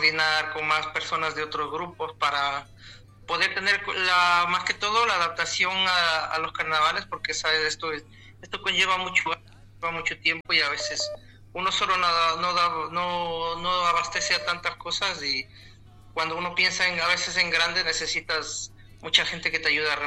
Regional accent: Quito, Pichincha, Ecuador; Yo soy de Quito

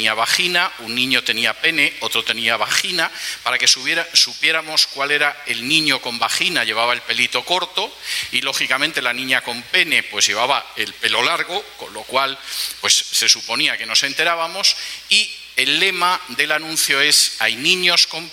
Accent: Spain; moved away; en mi país, hace cosa de poco más de un año, en algunas regiones de España

